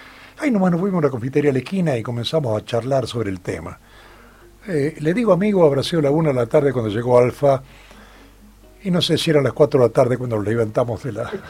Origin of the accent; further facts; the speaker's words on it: Mendoza, Argentina; born there; moved away; vamos a poner una canción también de Mendoza, porque es muy bonita la provincia donde yo nací y al que alguna vez tendré que volver. No volví, no es que no volví más. Volví varias veces a Mendoza, pero siendo adolescente.